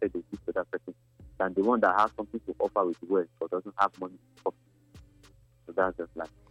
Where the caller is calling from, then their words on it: Abuja, Federal Capital Territory, Nigeria; I'm calling from Silokoro, Abuja.